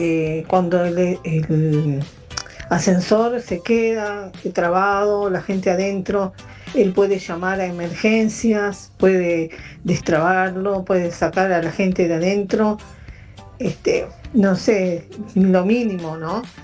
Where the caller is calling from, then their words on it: Ezeiza, Buenos Aires Province, Argentina; de Ezeiza.